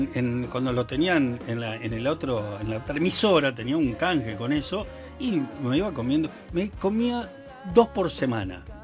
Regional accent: Lomas de Zamora, Buenos Aires Province, Argentina; moved away; yo soy de Lomas, aunque viva en la China.

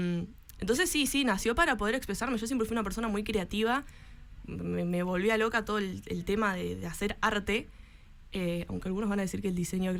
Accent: Médanos, Buenos Aires, Argentina; yo soy de Médanos, mi papá tenía la imprenta en Médanos

